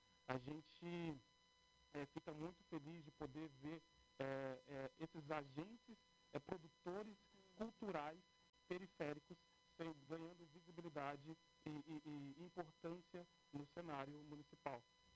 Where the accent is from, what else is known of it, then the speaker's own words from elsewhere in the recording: São Paulo, Brazil; eu sou nascido e criado no Paraisópolis, por exemplo, eu tenho 37 anos